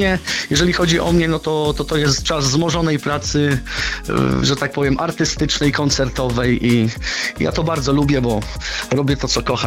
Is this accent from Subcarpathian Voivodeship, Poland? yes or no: yes; Jasło, Subcarpathian Voivodeship, Poland; ja urodziłem się w Jaśle, to jest piękna, malownicza miejscowość na Podkarpaciu